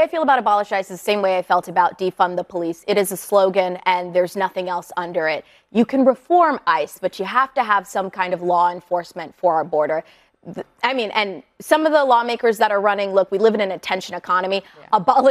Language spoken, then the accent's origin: English; Georgia, United States; I'm from Georgia.